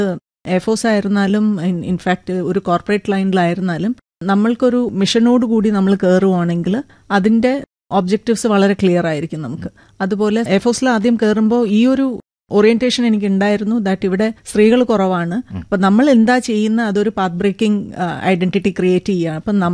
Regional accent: Bokaro, Bihar, India; born or raised there

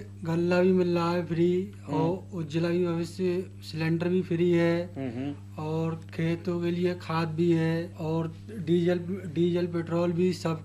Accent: Bareilly district, Uttar Pradesh, India; मैं नवमा बीरान का रहने वाला हूँ, तहसील नवाबगंज, जिला बरेली।

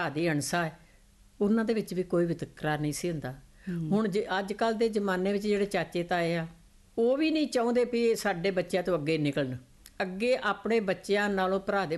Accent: Pandher, Punjab, India; now in Amritsar, India; ਇਹ ਸਾਡਾ ਪਿੰਡ ਪੰਧੇਰ ਆ, ਅੰਮ੍ਰਿਤਸਰ ਜ਼ਿਲ੍ਹੇ ਦੇ ਵਿੱਚ ਆ।

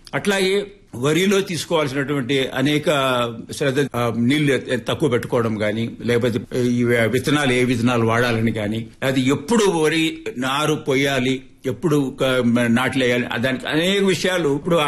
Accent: Kadapa, Andhra Pradesh, India; నేను ఇంకా స్కూల్లో ఉండగానే మొట్టమొదటిసారి కడపలో కూడా మా నేటివ్ ప్లేస్ లో రిలే స్టేషన్ పెట్టారు, రేడియో స్టేషన్.

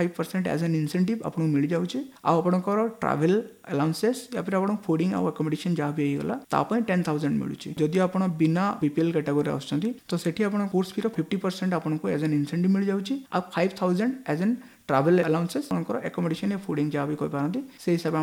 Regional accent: Odisha, India; specially ଯେହେତୁ ମୁଁ ଓଡ଼ିଶାର ତ ଓଡ଼ିଶା ଗଭର୍ଣ୍ଣମେଣ୍ଟ ଉପରେ ହିଁ କହିବି

